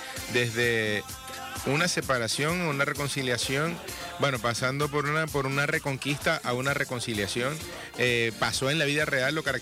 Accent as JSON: {"language": "Spanish", "country": "Venezuela"}